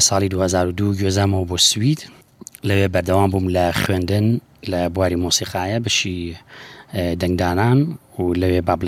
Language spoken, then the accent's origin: English; Sulaymaniyah, Kurdistan Region, Iraq; English is a second language; moved away; also born or lived in Sweden; I'm from Bashur in Kurdistan in the city of Slimani. I born there, I grew up, I studied music, I studied violin and then I moved to Sweden in 2002